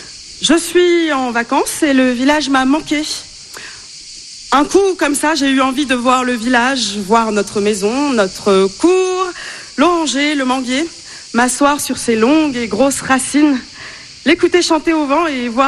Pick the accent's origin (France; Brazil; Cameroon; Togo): Togo; Koka; Nous voilà quelque part ici à Koka, mon village natal. Là-bas, c'est la belle vie. Un village tout naturel, tout bio.